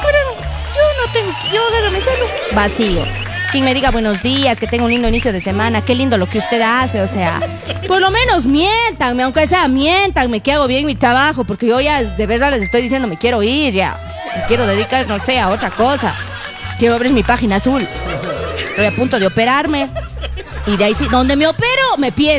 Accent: Azuay, Ecuador; born there; de aquí de Guyo, nomás donde yo nací. Entonces, de ahí nace la otra, la tata. De ahí viene mi abuela, viene mi mamá y yo.

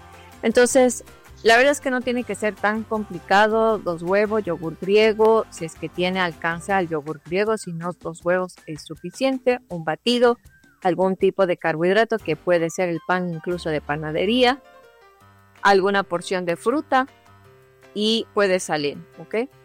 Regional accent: Ecuador

